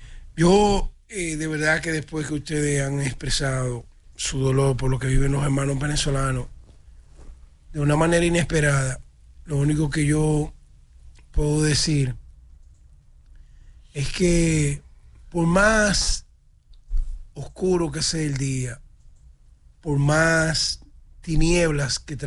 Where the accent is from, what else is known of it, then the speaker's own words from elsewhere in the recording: Dominican Republic; nosotros como dominicanos